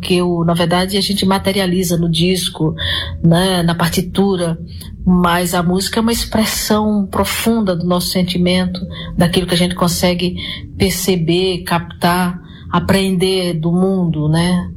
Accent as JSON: {"language": "Portuguese", "country": "Brazil"}